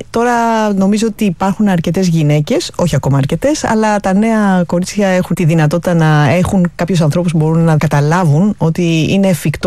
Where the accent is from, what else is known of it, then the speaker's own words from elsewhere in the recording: Athens, Attica, Greece; born there; Γεννήθηκα στην Αθήνα.